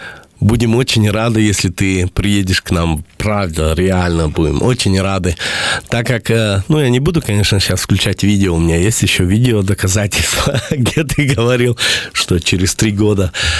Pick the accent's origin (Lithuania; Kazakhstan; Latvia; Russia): Kazakhstan; Да, Казахстан – это наша родина, да.